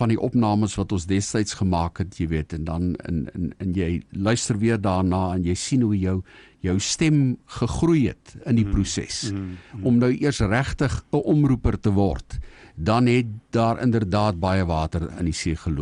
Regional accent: Namibia; Nee, ek kom uit Namibia uit. Ek het skool gegaan hier in 'n stoel universiteit toe.

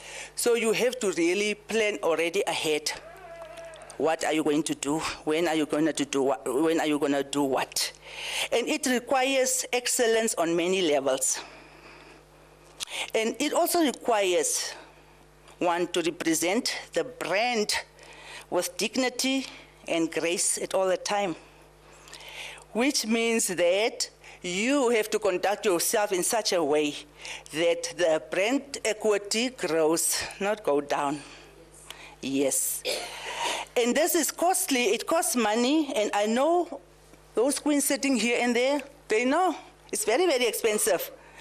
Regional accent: Namibia; accent: Afrikaans and Herero; English is a second language; also born or lived in New York City, United States; I already came with my Afrikaans and Herero accent, mother tongue interference.

